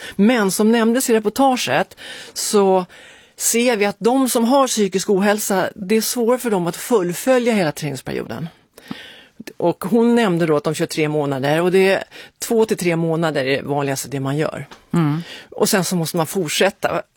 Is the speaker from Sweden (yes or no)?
no; Iceland; moved away; Jag är islänningar